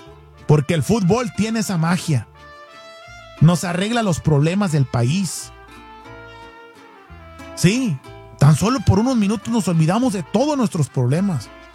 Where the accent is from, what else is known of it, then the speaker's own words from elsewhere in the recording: Mexico; soy mexicano